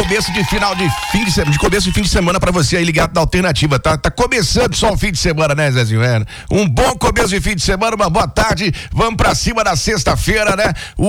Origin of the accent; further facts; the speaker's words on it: Brazil; nós somos brasileiros, afinal de contas, né?